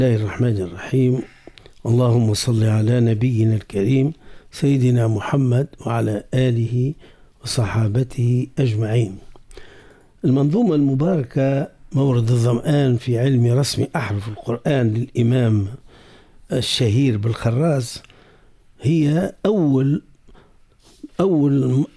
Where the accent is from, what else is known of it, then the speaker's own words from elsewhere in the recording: Tunisia; لكن اللي همنا احنا في بلدنا تونس